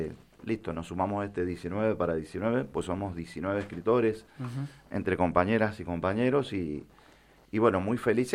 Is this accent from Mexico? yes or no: no; San José, Mendoza, Argentina; born there; now in Bermejo, Argentina; Sí, Bermejino por adopción, porque nací en San José, pero bueno, es un barrio grande.